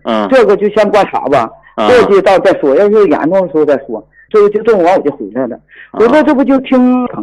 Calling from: Changchun, Jilin, China; 我家是长春的，我长春九台的，我今年58岁，

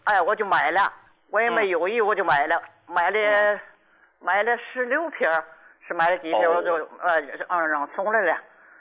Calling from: Qinhuangdao, Hebei, China; 我是秦皇岛的。

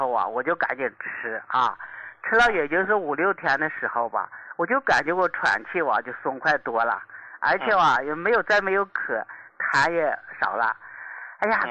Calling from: Shaanxi, China; 我是陕西的一名听众。

